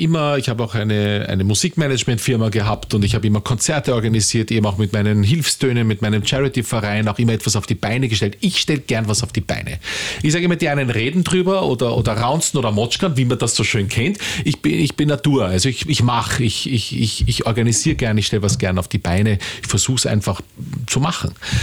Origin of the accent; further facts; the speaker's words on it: Austria; der Teesalon, sage ich einmal, bei uns in Österreich, eingeladen.